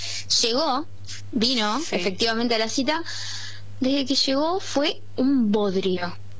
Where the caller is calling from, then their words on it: Quilmes, Buenos Aires Province, Argentina; yo soy de Quilmes.